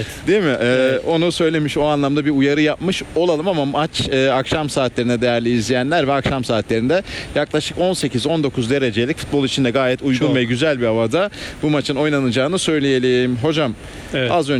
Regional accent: Antalya, Turkey; Tabii bilmeyenler varsa Antalyalıyım ben.

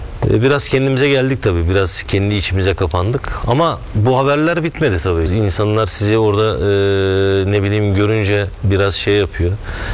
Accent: North Aegean, Turkey; Yani biz, ben Kuzey Ege'den çıkan bir çocuk olarak, hı-hı, ben Kuzey Ege'liyim.

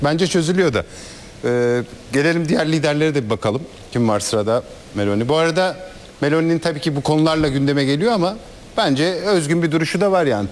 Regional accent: Ankara, Turkey; Ben Ankara'da büyüdüm.

